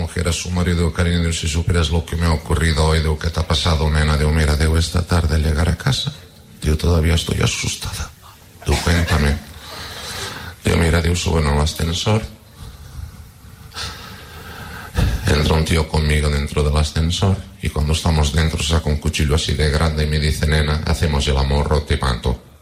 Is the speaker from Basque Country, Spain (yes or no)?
no; Catalonia, Spain; Y hace 3 años fue precisamente mi tierra, Cataluña, una de las zonas más afectadas.